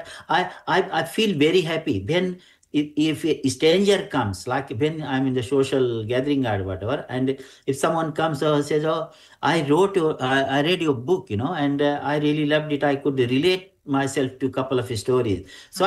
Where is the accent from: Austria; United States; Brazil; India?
India; now in Adelaide, Australia; when we come from especially from India